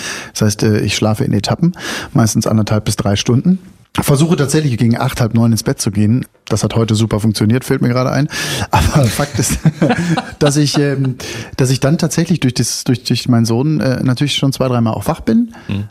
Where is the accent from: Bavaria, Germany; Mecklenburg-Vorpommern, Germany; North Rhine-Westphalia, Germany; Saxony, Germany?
North Rhine-Westphalia, Germany; now in Brandenburg, Germany; also gerade ich komme jetzt aus NRW, ne? Und da bin ich groß geworden und wenn dann die Leute sagen, ich sage dann, ich lebe in Brandenburg